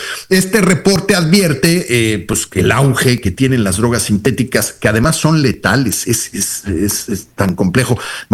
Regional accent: Mexico; Como mexicano a mí me da mucha vergüenza

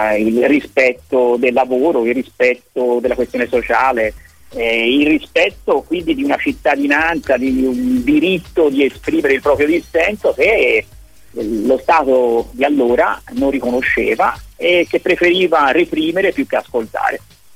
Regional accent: Florence, Tuscany, Italy; now in Cagliari, Italy; io sono fiorentino ma mi sento cagliaritano a tutti gli effetti da più di 25 anni.

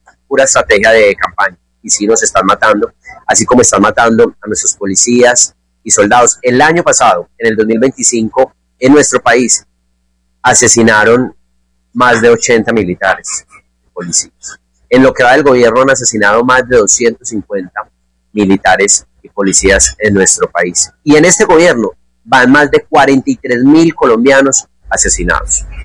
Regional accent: Jericó, Antioquia, Colombia; born there; Yo nací en Jericó.

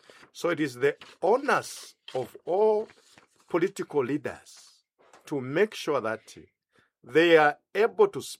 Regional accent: Zambia; we are all Zambians

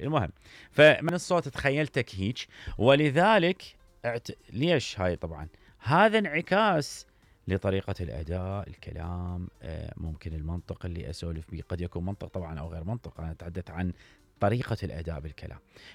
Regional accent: Iraq

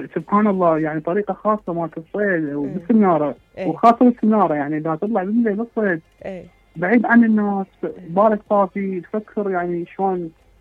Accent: Nasiriyah, Dhi Qar, Iraq; انا الناصرية.

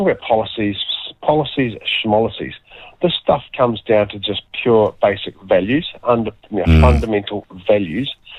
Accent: Hastings, Hawke's Bay, New Zealand; when you're born and raised in Hawke's Bay in the Flaxmere

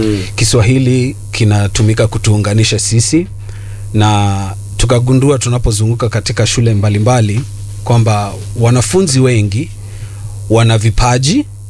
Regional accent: Kakamega, Kakamega County, Kenya; moved away as an adult; now in Nairobi, Kenya; Kwa hivyo mimi ni mzaliwa wa Kakamega, nilikuzwa kule, nikasomea kule, kisha nikakuja Nairobi baadaye.

